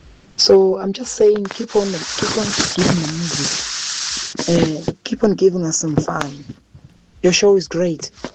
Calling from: Melmoth, KwaZulu-Natal, South Africa; I'm from Melmoth, doing grade 11 in Thonjaneni High School.

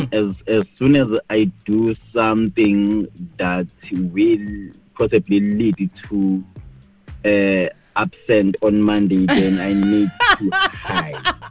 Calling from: South Africa; I'm calling you from Dodi.

